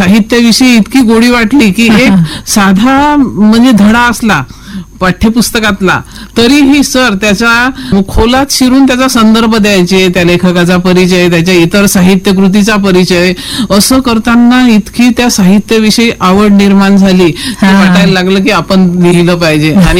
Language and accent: Marathi; a village in Amravati district, Maharashtra, India; माझं माहेर सूर्यरंजन गाव अमरावती जिल्ह्यातलं